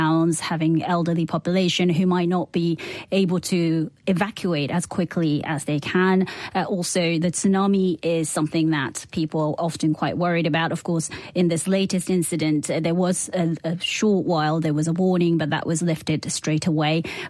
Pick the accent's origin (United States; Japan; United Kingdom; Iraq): Japan; I remember growing up in Japan, even as a kid, you know, you get warned about a potential big one happening